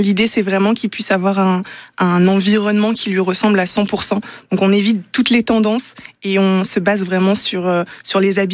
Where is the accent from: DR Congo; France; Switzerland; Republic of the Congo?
France; Mont-Saint-Aignan, Normandy; born there; Oui, je suis née à Mont-Saint-Aignan.